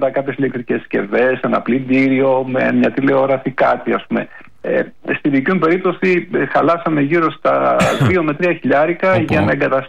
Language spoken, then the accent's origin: Greek; Kalamata, Peloponnese, Greece; Εμείς, Δημήτρη, εγώ δεν σε παίρνω από την Αθήνα, είμαι από την Καλαμάτα.